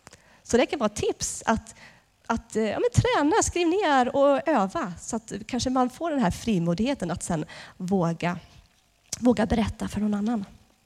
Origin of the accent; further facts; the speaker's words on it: Tidaholm, Västra Götaland County, Sweden; Vi var ett gäng ungdomar i Tidaholm då, där jag växte upp